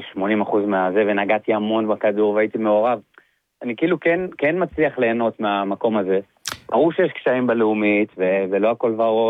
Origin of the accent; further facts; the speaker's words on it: Givatayim, Tel Aviv District, Israel; born there; אני יליד גבעתיים